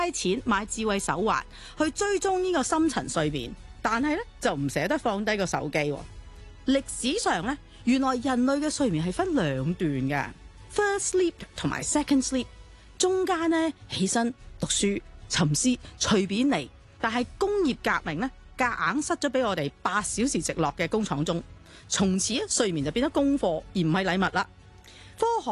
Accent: Hong Kong; 我哋香港人

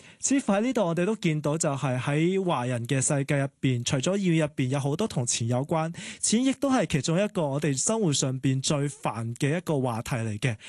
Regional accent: Hong Kong; 我们香港人呢都有一个很特别的文化，就是比家用。

